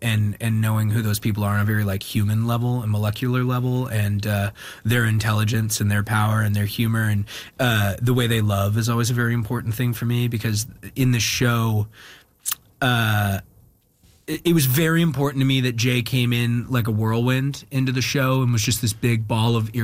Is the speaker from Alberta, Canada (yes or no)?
yes; Alberta, Canada; Yeah, tons of Newfoundlanders.